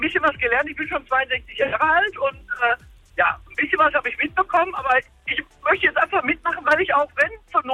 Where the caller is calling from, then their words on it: Gelsenkirchen, North Rhine-Westphalia, Germany; Ich komme aus Gelsenkirchen-Buer.